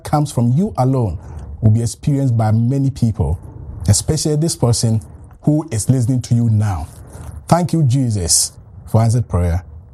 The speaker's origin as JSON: {"language": "English", "country": "Ghana", "tie": "born or raised there", "first_language": "Asante Twi", "second_language": "English", "said": "And I'm a native of Ghana in West Africa. My mother tongue is Asante Tree."}